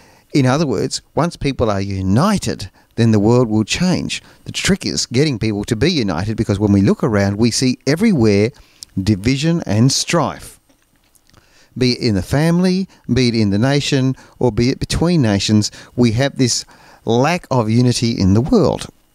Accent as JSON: {"language": "English", "country": "Australia", "said": "we are all Australian and we all are proud of our country and would die for our country"}